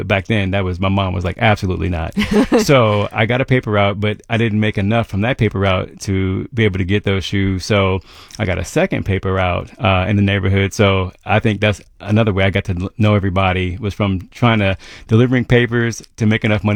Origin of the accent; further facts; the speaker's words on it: Columbus, Ohio, United States; I'm from Columbus's East Side. We call it well, I guess they call it now the King Lincoln District, or Bronzeville, as it was called back in the day.